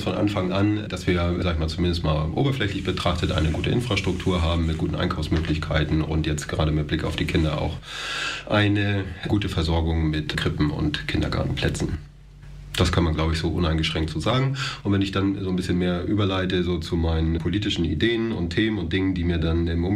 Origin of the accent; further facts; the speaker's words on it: Flensburg, Schleswig-Holstein, Germany; moved away as an adult; now in Roßdorf, Germany; Ich bin seit knapp 5 Jahren Roßdorfer. Ich komme ursprünglich aus Flensburg.